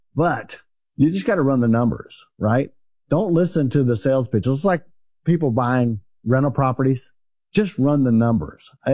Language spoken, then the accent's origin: English; Texas, United States; Well, I'm from North Texas, you know, and there's a lot of Hispanics here the whole time I've been growing up.